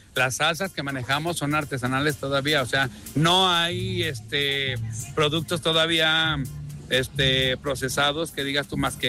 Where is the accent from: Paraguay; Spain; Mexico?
Mexico; Aguascalientes; Somos orgullosamente de Aguascalientes, te digo, desde mi bisabuelo, ellos vivían allí.